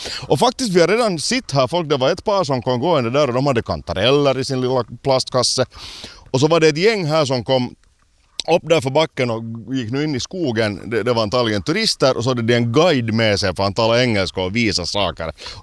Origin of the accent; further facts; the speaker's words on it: Porvoo, Uusimaa, Finland; som finländare som är vuxit upp i Borgåskogarna